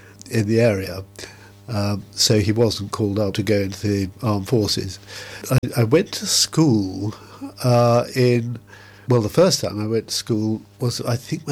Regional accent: Oakley, South East England, United Kingdom; growing up in Oakley

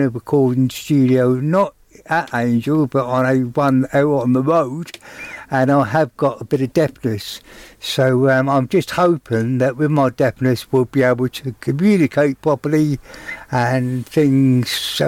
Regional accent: Portsmouth, South East England, United Kingdom; accent: Pompey; Oh, I'm from Portsmouth. I now speak English. I speak Pompey.

